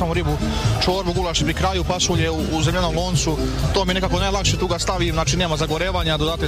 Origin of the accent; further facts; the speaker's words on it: Valjevo, Kolubara District, Serbia; dolazim iz Valjeva